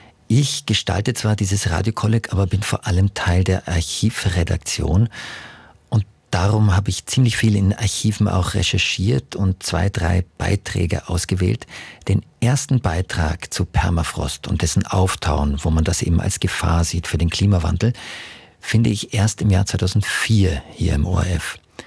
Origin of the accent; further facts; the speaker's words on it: Sweden; Ich als Laie und gebürtiger Schwede